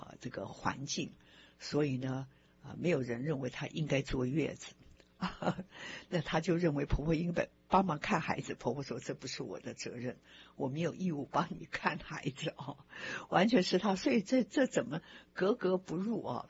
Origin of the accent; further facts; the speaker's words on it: Taiwan; now in United States; 因为我在台湾也是出生长大，然后到了美国呢也在这边工作或等等的我一向在台湾我就比较独立了